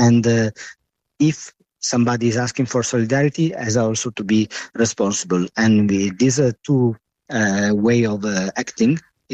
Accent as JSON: {"language": "English", "country": "Morocco", "said": "I'm coming from Morocco, from the south, the African areas."}